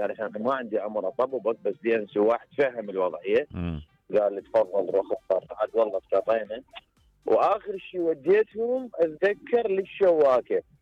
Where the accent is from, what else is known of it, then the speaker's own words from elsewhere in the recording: Iraq; انا عراقي